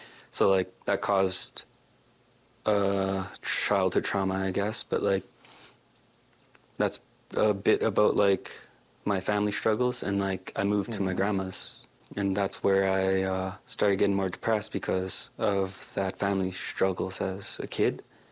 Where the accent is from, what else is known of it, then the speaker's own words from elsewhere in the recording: British Columbia, Canada; now in Big River First Nation, Canada; I grew up in British Columbia, and there I lived with my mother and my stepdad. And then we moved out here to Big River First Nation, and I started living with my grandmother.